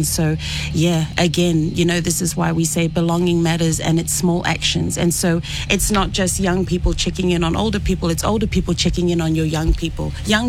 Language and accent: English; Fiji; I come from Fiji myself, and so I would challenge, you know, our schools, our workplaces, to incorporate culture where you can